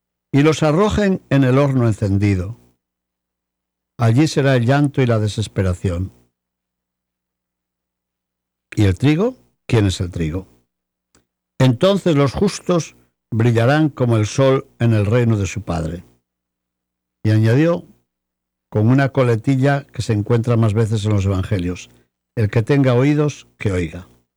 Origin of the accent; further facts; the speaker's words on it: Spain; born there; accent: Leonese-Asturian dialect; moved away; En mi tierra, que tenía un dialecto medio leonés, medio asturiano